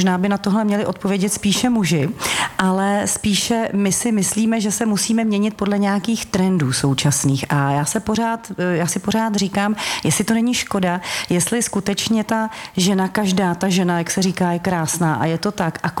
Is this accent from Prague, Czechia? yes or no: no; Karlovy Vary, Karlovy Vary Region, Czechia; moved away; jsem z Karlových Varů